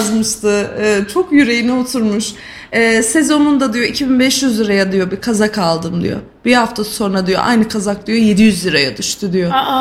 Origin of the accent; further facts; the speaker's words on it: Sivas, Turkey; born there; ben de Sivas doğumluyum mesela.